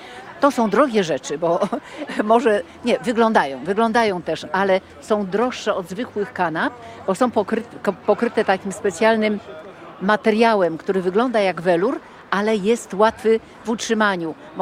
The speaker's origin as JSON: {"language": "Polish", "town": "Gdańsk", "region": "Pomeranian Voivodeship", "country": "Poland", "moved": "yes", "lives_now": "Warsaw (Wilanów), Poland", "said": "jestem gdańszczanką"}